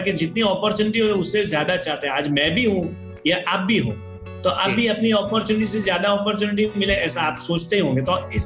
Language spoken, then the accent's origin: Hindi; Gujarat, India; अभी मैं वहां पे, अभी मेरे मम्मी पापा जो है वो भी कच्छ भुज, सुना होगा गांधीधाम